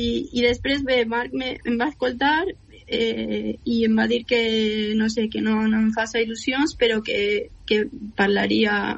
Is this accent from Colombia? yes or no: no; Argentina; Catalan is a second language; also born or lived in Menorca / Barcelona; now in Valencia, Spain; és que sóc argentina, però visc ací a València i vaig viure 5 anys a Menorca.